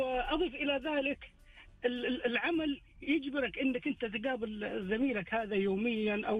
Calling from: Jeddah, Makkah Province, Saudi Arabia; أكلمك من جدة

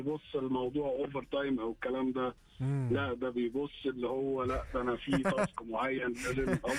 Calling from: Egypt; زي ما بنقول عندنا في مصر كده

